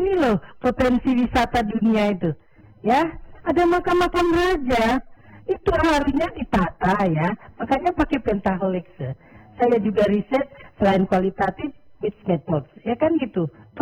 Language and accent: Indonesian; North Sumatra, Indonesia; Untuk menunjukkan bahwa kami adalah orang Angkola.